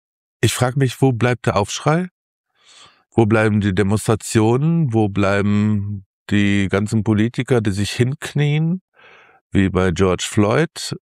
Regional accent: Hagen, North Rhine-Westphalia, Germany; ich komme ja aus Hagen, und dieses Wort wird nur in Hagen verwendet.

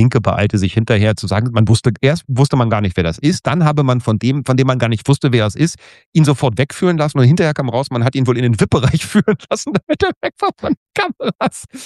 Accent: Berlin, Germany; für mich als Berliner

